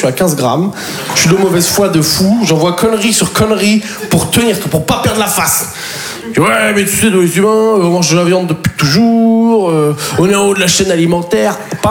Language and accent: French; Poitiers, Nouvelle-Aquitaine, France